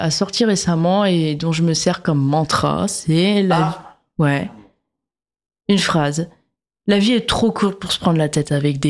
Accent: Hauts-de-France, France; je viens du Nord

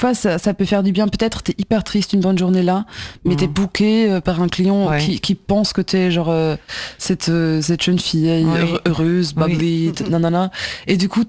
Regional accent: Germany; now in Paris, France; Je suis allemande, hein.

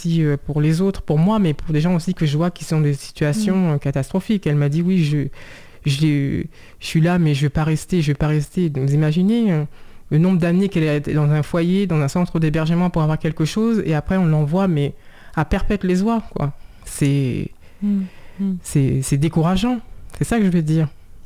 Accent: Saint-Cloud, Île-de-France, France; born there

